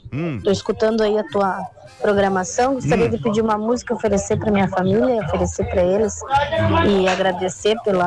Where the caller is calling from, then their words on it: Brazil; aqui, sou de Pira.